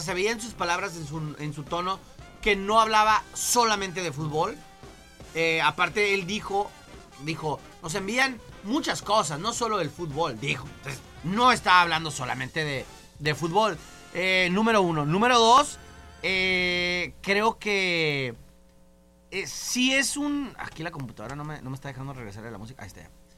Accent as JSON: {"language": "Spanish", "country": "Mexico", "said": "yo, siendo mexicano"}